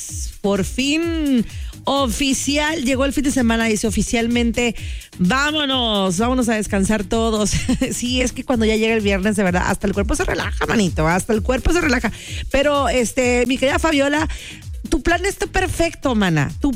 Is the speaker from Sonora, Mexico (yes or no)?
no; Veracruz, Mexico